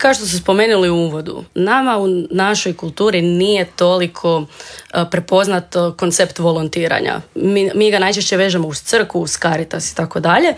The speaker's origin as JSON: {"language": "Croatian", "country": "Croatia"}